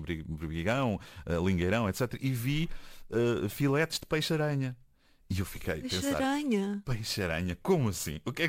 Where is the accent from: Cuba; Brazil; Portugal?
Portugal; Algarve; now in Olhão, Portugal; eu sou algarvio, mas do outro lado da costa oeste